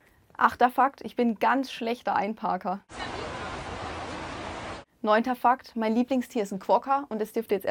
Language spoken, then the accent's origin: German; Regensburg, Bavaria, Germany; born there; dass mein Geburtsort Regensburg, da fließt auch ein Fluss durch.